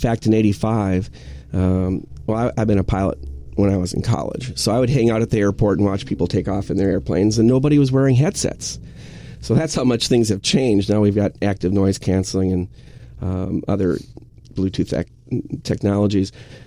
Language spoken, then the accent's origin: English; Manitowoc, Wisconsin, United States; Right. I'm from Manitowoc, Wisconsin. My wife is from Oshkosh. And this is like coming home.